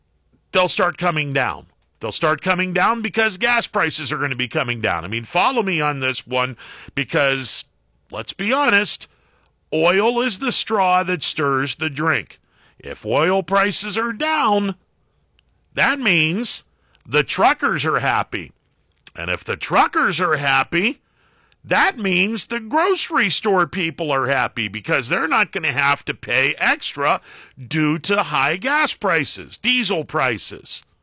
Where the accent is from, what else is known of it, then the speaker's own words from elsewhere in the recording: Leetonia, Ohio, United States; my small town in northern Columbiana